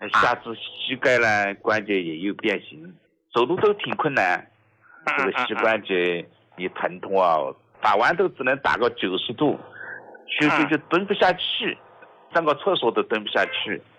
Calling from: Nantong, Jiangsu, China; 我来自江苏南通的。

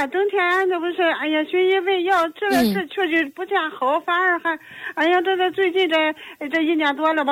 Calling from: Yantai, Shandong, China; 老师俺是烟台的。

